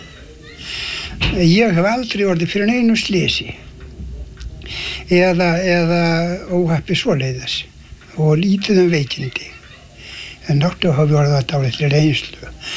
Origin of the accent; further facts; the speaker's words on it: Meðalland, Southern Region, Iceland; now in Vestmannaeyjar, Iceland; Nei. Ég var uppvaxtar án mín þarna eftir í Meðalandi, fór að búa á 1910 í Meðalandinu, flutti þá að Steinsmýri